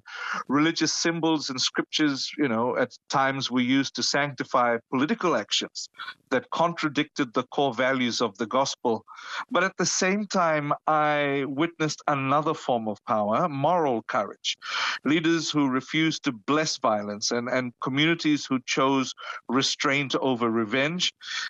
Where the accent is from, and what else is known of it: Fiji; born or raised there